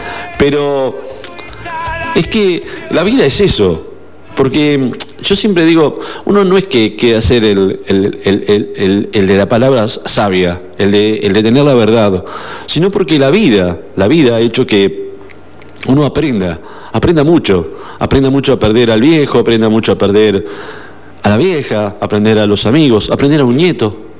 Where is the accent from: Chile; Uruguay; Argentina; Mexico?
Argentina; porque nosotros somos así los argentinos.